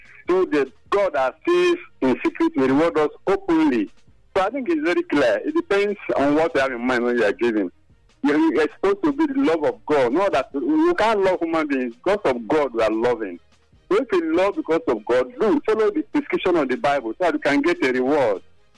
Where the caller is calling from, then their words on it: Adamawa, Nigeria; I'm coming from Federal Avenue State here in Adwawa.